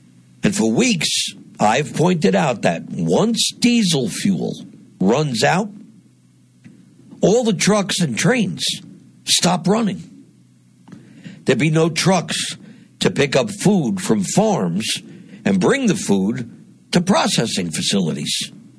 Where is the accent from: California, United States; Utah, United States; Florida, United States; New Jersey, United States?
New Jersey, United States; born there; now in Northeast Pennsylvania, United States; my home state of New Jersey